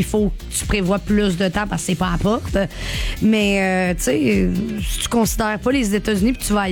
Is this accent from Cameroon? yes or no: no; Buckingham, Quebec, Canada; also born or lived in Ontario; je suis née en Ontario, mais j'ai grandi à Buckingham, Masson, dans ces eaux-là, là.